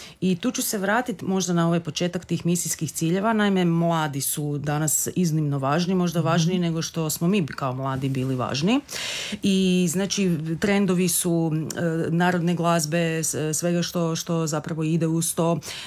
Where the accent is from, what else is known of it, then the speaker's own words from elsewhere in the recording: Veliki Drvenik island, Split-Dalmatia County, Croatia; rodom sa otoka Veliki Drvenik, odakle sam i ja i moj otac i moja familija.